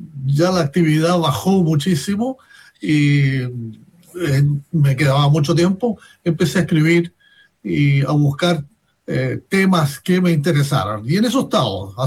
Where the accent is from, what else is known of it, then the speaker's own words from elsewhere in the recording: Concepción, Biobío, Chile; moved away as an adult; fui reportero de diarios en Concepción, que es mi ciudad natal.